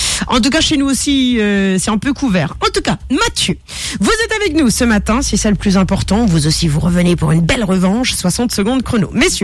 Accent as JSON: {"language": "French", "country": "Mauritius", "said": "Comment appelle-t-on la coriandre chez nous, à Maurice?"}